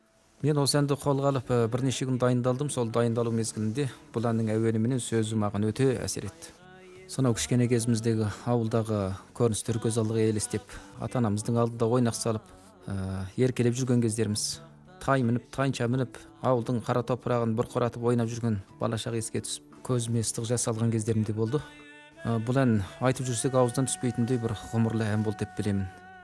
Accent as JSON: {"language": "Kazakh", "area": "Nilka County", "region": "Xinjiang", "country": "China", "tie": "born or raised there", "moved": "yes", "said": "Ал енді менің өзімнің туып өскен жерім Нұлқа ауданының таңбалыдай, тау биік, су мол, самырсыны санақсыз саялы мекенде өскен, сол ауылда ер жетіп есейдік"}